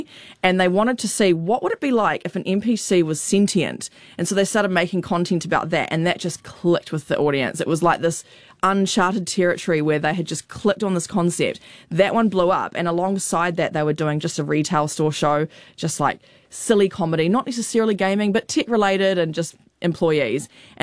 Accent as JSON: {"language": "English", "country": "New Zealand"}